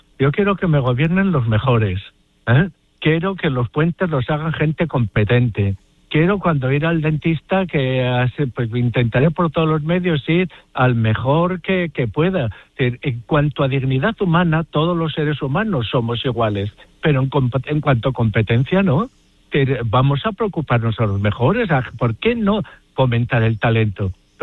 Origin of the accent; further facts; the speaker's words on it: Navarre, Spain; Yo soy navarro. Otra cosa es que mis hijos sean catalanes